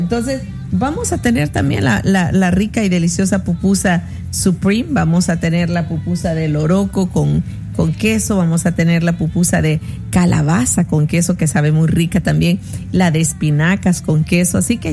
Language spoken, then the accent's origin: Spanish; La Unión, El Salvador; Incluso en mi departamento, de donde yo soy, en El Salvador, en el departamento de La Unión, los nuegados no son como tortitas, son redonditos, como donitas, como unas mini donuts.